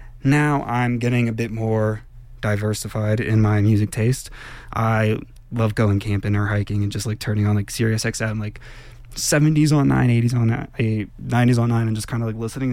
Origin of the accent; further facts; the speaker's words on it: New Jersey, United States; moved away as an adult; now in Telluride, United States; I'm actually from New Jersey.